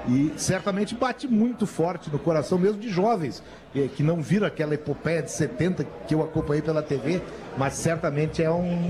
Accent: Porto Alegre, Rio Grande do Sul, Brazil; eu sou de Porto Alegre, não tenho como sair de Porto Alegre na Copa, gostaria de ficar em Porto Alegre.

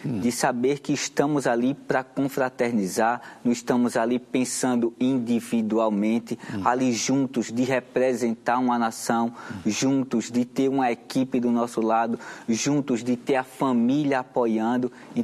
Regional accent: Maceió, Alagoas, Brazil; born there; accent: nordestino; O sotaque não nega, né? Que sou nordestino puro.

